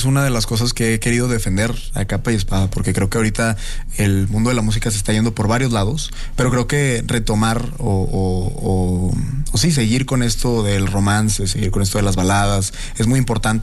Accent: Monterrey, Nuevo León, Mexico; Estuve en un reality show en Monterrey, yo soy de Monterrey, Nuevo León.

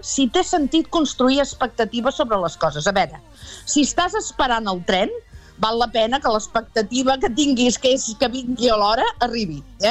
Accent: Catalonia, Spain; Jo sóc del Vallès, visc a Martorelles

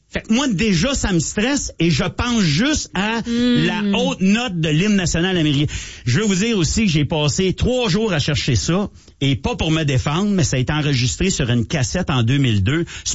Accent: Ottawa, Ontario, Canada; moi je viens d'Ottawa, là, j'ai resté à Ottawa longtemps, mais je dis Ottawa, je voulais pas dire Canada.

